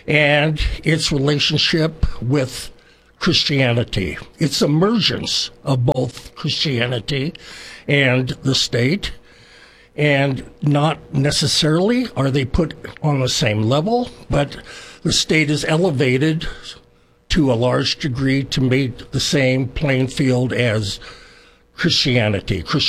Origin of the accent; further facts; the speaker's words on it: Bay Area, California, United States; I was raised in the Bay Area.